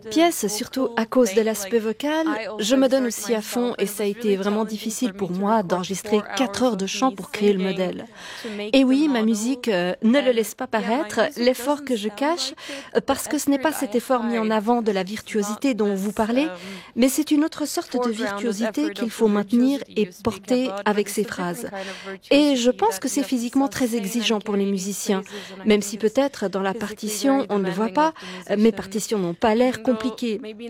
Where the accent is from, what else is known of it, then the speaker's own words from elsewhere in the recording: Turkey; accent: Turkish; first language Turkish; French is a second language; fait chaque petite trace d'accent turc que j'ai. Et on entend ces expressions idiomatiques propres à ma langue maternelle que j'utilise à peine. Je ne parle plus beaucoup turc dans ma vie